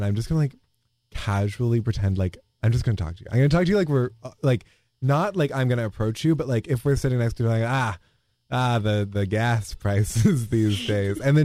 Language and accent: English; Portland, Oregon, United States; I'm from Portland, Oregon.